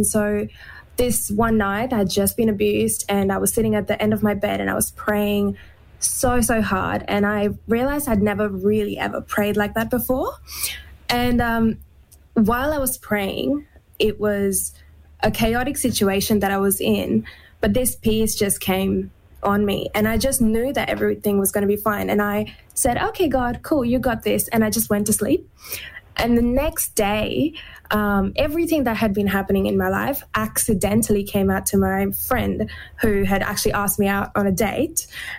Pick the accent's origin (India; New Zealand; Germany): India; moved away; I think firstly, with growing up in India, I had disclosed my abuse to three adults in three different scenarios.